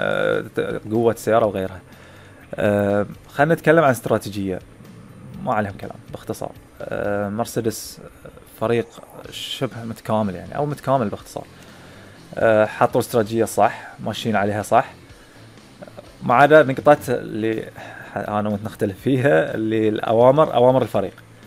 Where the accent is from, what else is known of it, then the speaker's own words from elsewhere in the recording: Bahrain; احنا كبحرينيين